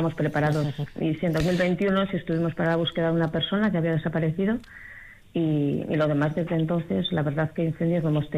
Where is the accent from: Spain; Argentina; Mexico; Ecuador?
Spain; Vitoria-Gasteiz, Basque Country; El resto somos de fuera de Vitoria, alguna gente es de la zona de Mondragón